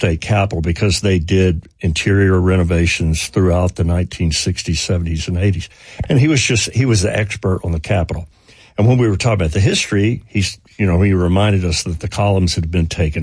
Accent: Murfreesboro, Tennessee, United States; also born or lived in Nashville; I was raised in Nashville, or raised in Murfreesboro

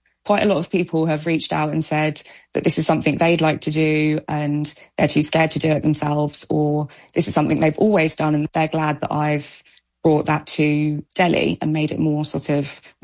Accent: London, United Kingdom; You know, growing up in London, I never sort of saw that as a weird thing to do.

